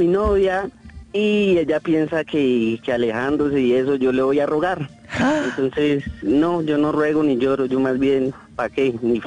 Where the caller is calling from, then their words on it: Bogotá, Colombia; En Bogotá, en el cantón militar.